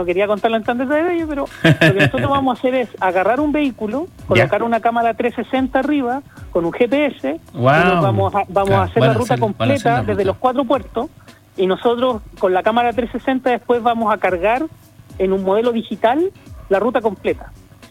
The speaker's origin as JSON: {"language": "Spanish", "area": "Chiloé", "region": "Los Lagos", "country": "Chile", "tie": "born or raised there", "moved": "yes", "lives_now": "Iquique, Chile", "said": "Sí, nací allá y todo, me crié allá, pero mi corazón, como dice, está en el norte."}